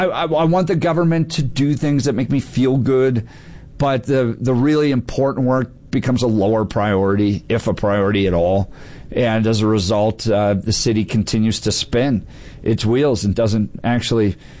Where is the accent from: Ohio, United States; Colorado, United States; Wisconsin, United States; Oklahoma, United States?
Colorado, United States; Denver; Born and raised in Denver, moved out of Denver because of what had become, probably even heading out of Colorado at this point.